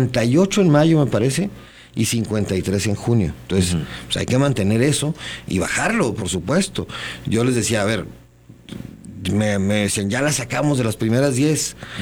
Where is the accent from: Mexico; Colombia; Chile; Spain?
Mexico; Somos mexicanos